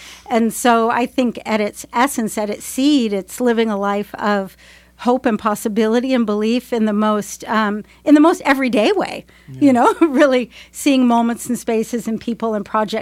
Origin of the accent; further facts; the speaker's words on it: Berkeley, California, United States; born there; And I was born in Berkeley that year.